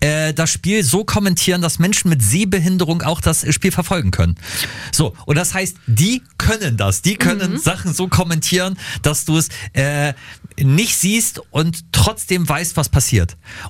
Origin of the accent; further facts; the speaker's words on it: Lower Saxony, Germany; ich komm aus Niedersachsen, wir kommen vom Dorf. Für uns ist Hannover immer noch die große weite Welt.